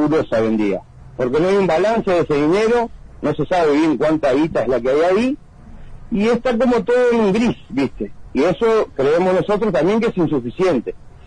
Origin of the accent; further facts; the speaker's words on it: Pando, Canelones, Uruguay; Yo soy de Pando, por ejemplo